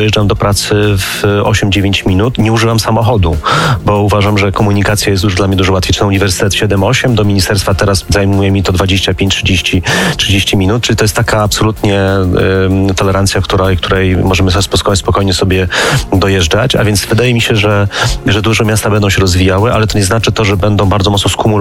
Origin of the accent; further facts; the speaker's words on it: Warsaw, Masovian Voivodeship, Poland; ja obydwa jesteśmy z Warszawy